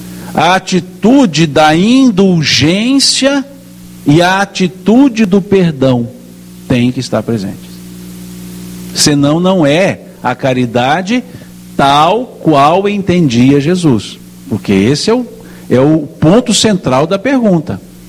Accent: São Gotardo, Minas Gerais, Brazil; born there; cidade onde eu nasci, uma megalópole não tão longe daqui, chamada São Gotardo, né? Deve ter aí, contando comigo, uns 30 mil habitantes, 35, uma grande cidade

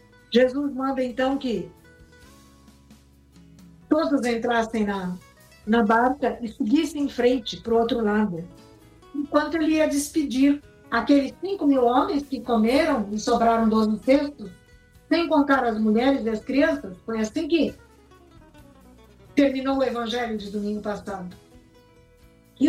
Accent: Brazil; nós enquanto brasileiros.

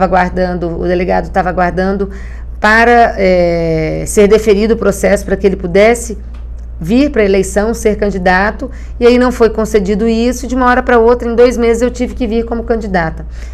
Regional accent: Brasília, Federal District, Brazil; moved away; Eu venho de Brasília, moro aqui há 23 anos.

